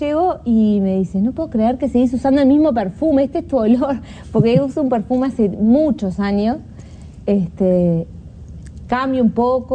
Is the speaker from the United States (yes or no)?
no; Uruguay; para lo que somos los uruguayos